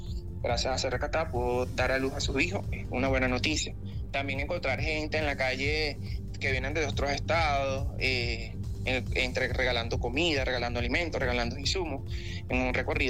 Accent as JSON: {"language": "Spanish", "country": "Venezuela", "said": "esa hermandad que nos caracteriza como venezolanos"}